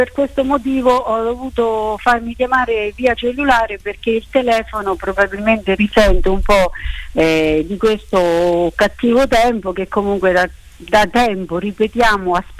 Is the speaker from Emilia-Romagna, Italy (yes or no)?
no; Tolentino, Marche, Italy; noi siamo di Tolentino